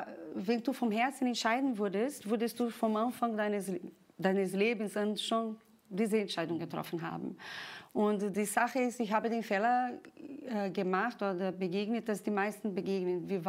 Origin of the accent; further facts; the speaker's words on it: Brazil; moved away; ich als Brasilianerin